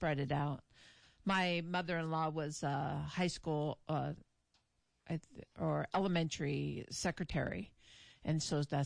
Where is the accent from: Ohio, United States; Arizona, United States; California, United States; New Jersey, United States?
California, United States; I grew up in California.